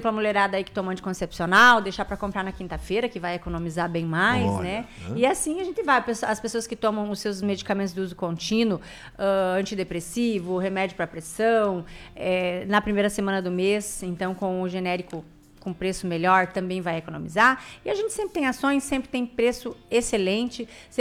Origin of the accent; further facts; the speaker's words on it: Brazil; Eu digo que eu sou brasileira